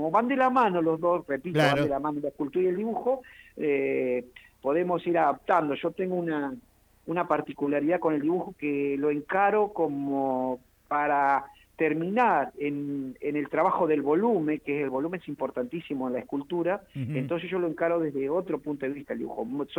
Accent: Gualeguaychú, Entre Ríos, Argentina; moved away as an adult; tengo uso de razón a 45 años atrás en Gualeguaychú, Entre Ríos.

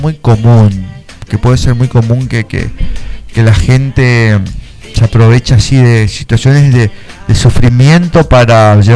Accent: Avellaneda, Buenos Aires Province, Argentina; born there; Sí, yo nací en Avellaneda.

